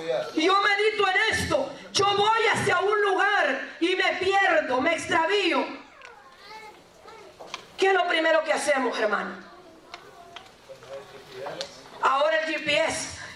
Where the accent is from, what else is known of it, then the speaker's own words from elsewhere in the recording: El Salvador; le voy a hablar como salvadoreño